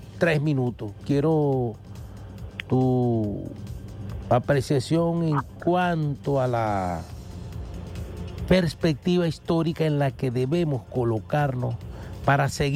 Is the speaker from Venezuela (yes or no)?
yes; Venezuela; Como venezolanos, ¿qué vamos a echar mano?